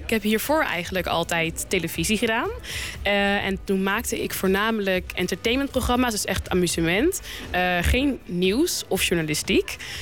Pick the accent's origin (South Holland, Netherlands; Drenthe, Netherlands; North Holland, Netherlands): South Holland, Netherlands; The Hague; Ik kom natuurlijk zelf ook uit Den Haag.